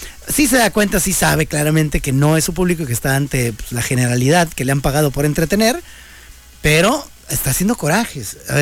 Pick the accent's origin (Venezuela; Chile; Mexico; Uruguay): Mexico; yo soy mexicano, me gusta